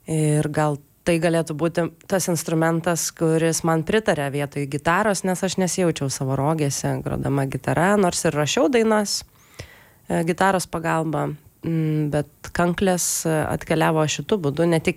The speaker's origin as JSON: {"language": "Lithuanian", "town": "Vilnius", "region": "Vilnius County", "country": "Lithuania", "tie": "born or raised there", "also_born_or_lived": "Kretinga", "said": "Aš užaugau Vilniuje, Karoliniškių rajone. Tai 3 metus gyvenau Kretingoj, nuo 3 iki 6, ir kai atėjo laikas eiti į mokyklą, tai su tėvais grįžome į Vilnių."}